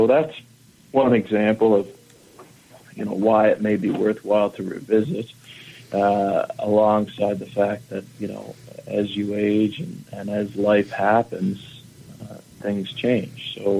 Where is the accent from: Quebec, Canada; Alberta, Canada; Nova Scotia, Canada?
Nova Scotia, Canada; Bedford; also born or lived in Prince Edward Island / New Brunswick / Ottawa, Ontario; I'm from the Maritimes, lived in PEI, New Brunswick, and Nova Scotia, but I grew up in Bedford.